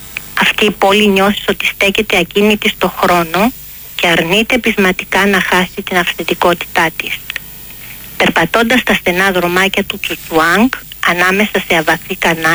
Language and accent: Greek; Greece; τότε μπορούμε να γίνουμε παράδειγμα και τότε μπορούμε να είμαστε υπερήφανοι ότι είμαστε Έλληνες.